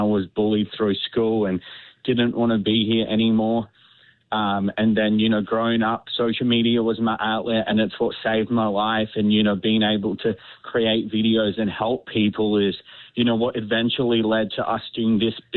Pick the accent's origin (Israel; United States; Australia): Australia; I'm from Australia.